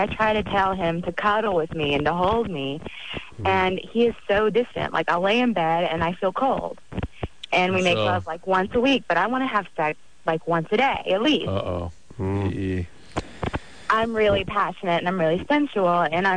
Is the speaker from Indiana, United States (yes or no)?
no; Alabama, United States; now in Las Vegas, United States; Originally, I'm from Alabama.